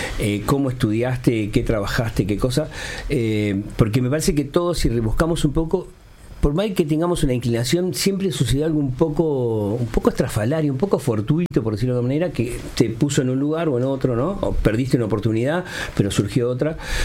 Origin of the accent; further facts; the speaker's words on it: Montevideo, Uruguay; Mi familia es de una familia humilde, ¿no? Bastante humilde, somos del Cerro, cerquita de Cerro Norte ahí.